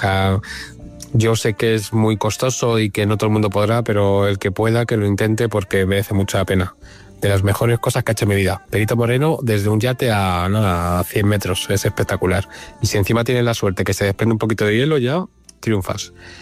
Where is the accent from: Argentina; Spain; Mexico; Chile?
Spain; Madrid, Community of Madrid; Hola, buenas.